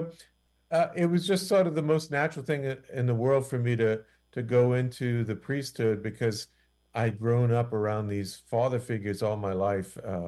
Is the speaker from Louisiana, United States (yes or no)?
yes; Church Point, Louisiana, United States; And I grew up, you know, as a Cajun in a Cajun town, and almost the entire town was sort of steeped in Catholicism, you can say. The name of the town is Church Point, for heaven's sake.